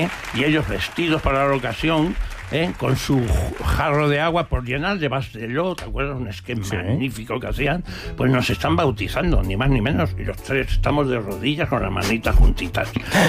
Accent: Brazatortas, Castilla-La Mancha, Spain; nosotros, que somos naturales de Brazatorta, provincia de Ciudad Real

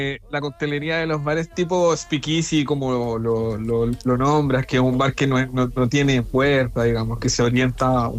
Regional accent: Chile

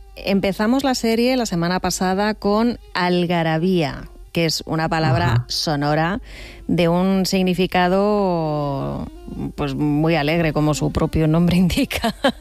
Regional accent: Badajoz, Extremadura, Spain; a la feria de Badajoz, que es la feria de San Juan, a finales de junio, que es mi tierra.

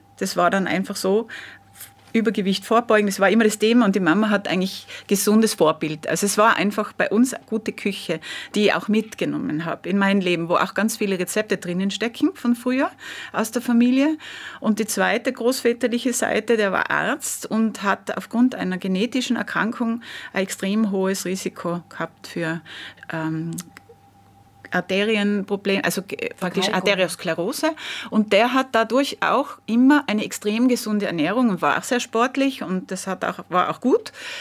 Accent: Innsbruck, Tyrol, Austria; born or raised there

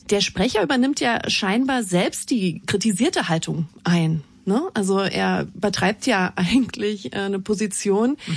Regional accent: East Germany, Germany

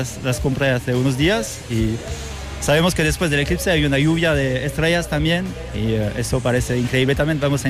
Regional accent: France; Spanish is a second language; No, soy francés y estoy aquí de vacaciones

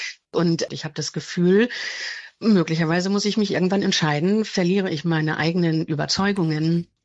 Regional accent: Northern Germany, Germany; born there; ich bin geborene Norddeutsche

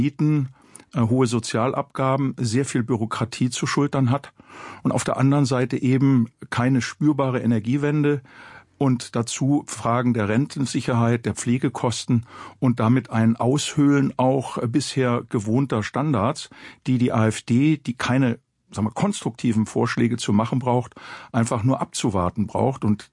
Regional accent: Germany; wir auch als Deutsche

